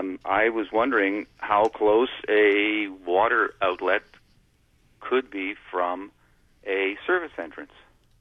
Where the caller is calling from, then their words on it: Montreal, Quebec, Canada; I have a single home in Pierrefonds